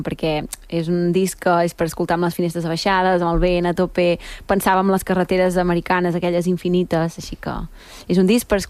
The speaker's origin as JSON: {"language": "Catalan", "region": "Catalonia", "country": "Spain", "said": "Jo sóc d'Osona, de Catalunya."}